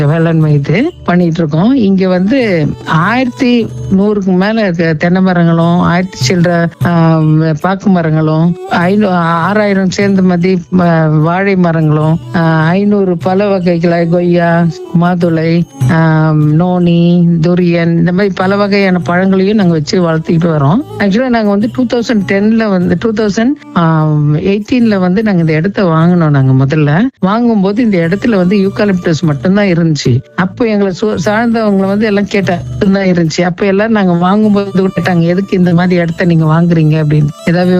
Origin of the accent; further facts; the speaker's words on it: Chennai, Tamil Nadu, India; also born or lived in Kerala; நான் வந்து அதாவது நான் பிறந்த ஊர் வந்து கேரளா தான், நான் வந்து வளர்ந்தது எல்லாமே சென்னை தான்.